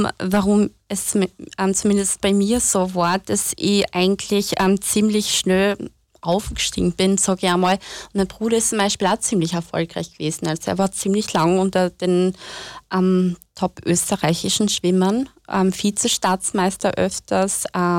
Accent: Kosovo; auch ich bin Kosovo-Albanerin aus einem muslimischen Umkreis und damals bin ich auch im Sommer oft in meinem Herkunftsland geschwommen

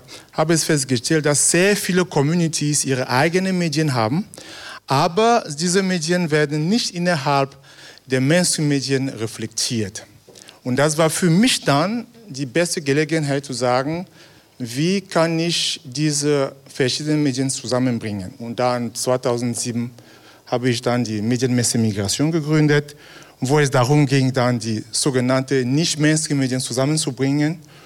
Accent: Cameroon; now in Austria; Ich meine jetzt, ich komme aus Kamerun, und wir sind immer daran gewöhnt, dass die Kolonialmacht uns immer in Ethnien geteilt hat.

